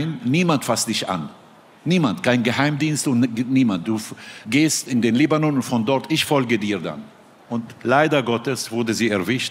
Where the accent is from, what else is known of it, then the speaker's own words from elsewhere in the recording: Syria; moved away as an adult; now in Germany; Also es ging mir so gut als Kind in der Demokratie in Syrien. Es ging mir so gut, dass meine Eltern wohlhabend sind. Ich musste gar nichts. Ich bin in eine Elite-Schule der Christen geschickt worden.